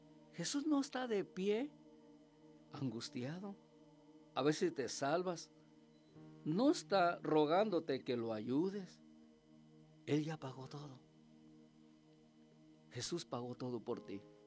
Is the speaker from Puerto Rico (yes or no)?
no; Mexico; nuestro México